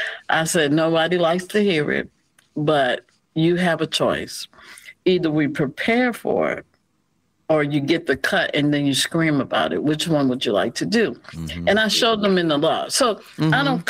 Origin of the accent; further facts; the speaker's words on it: New Orleans, Louisiana, United States; because, of course, I'm originally from New Orleans.